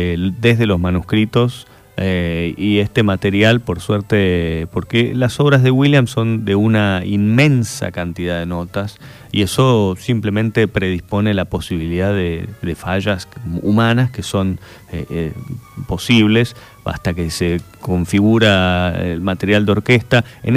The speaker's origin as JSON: {"language": "Spanish", "country": "Argentina"}